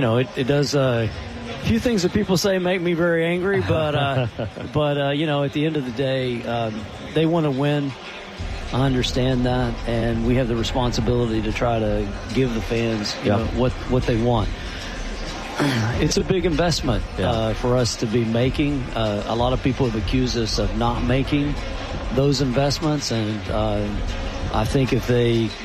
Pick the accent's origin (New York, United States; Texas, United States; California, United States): Texas, United States; Mesquite; born or raised there